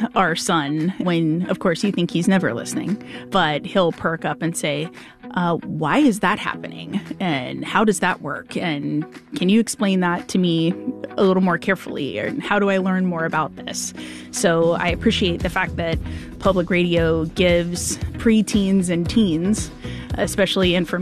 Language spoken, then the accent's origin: English; Cary, North Carolina, United States; from Cary, North Carolina